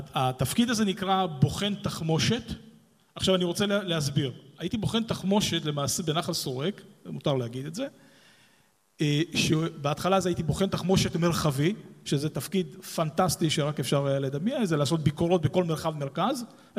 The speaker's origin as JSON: {"language": "Hebrew", "town": "Bat Yam", "region": "Tel Aviv District", "country": "Israel", "tie": "born there", "also_born_or_lived": "Ashkelon / Georgia"}